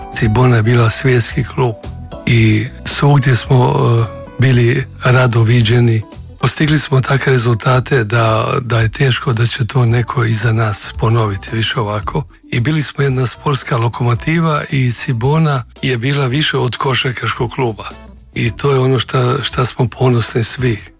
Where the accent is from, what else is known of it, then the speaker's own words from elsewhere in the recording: Pula, Istria County, Croatia; now in Zagreb, Croatia; Inače, prvi kontakt moj u Zagrebu je bio baš sa Aleksandrom Petrovićem, koji je došao iz Šibenika. Ja sam došao iz Pule i on je bio u bolnici ovdje.